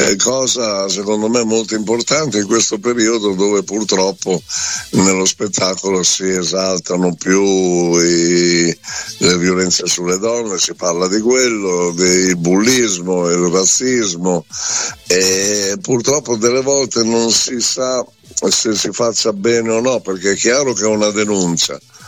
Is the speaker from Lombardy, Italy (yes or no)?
no; Emilia-Romagna, Italy; essendo un emiliano romagnolo